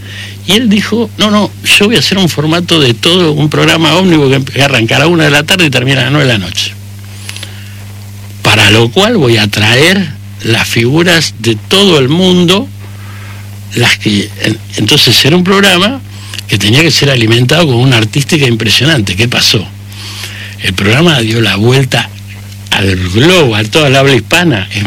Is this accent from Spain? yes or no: no; Buenos Aires, Argentina; Yo soy nací en Villa Crespo, me crié toda la vida en Villa Crespo, pero mi club social era Gimnasia Grima